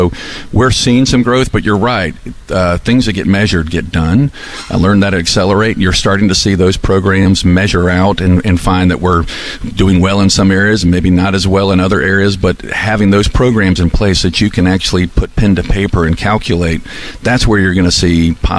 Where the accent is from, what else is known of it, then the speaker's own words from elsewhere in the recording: Mississippi, United States; Like, I grew up on the Gulf Coast, and I remember flying out of that airport where they had two gates, and it was a sleepy, tiny little airport.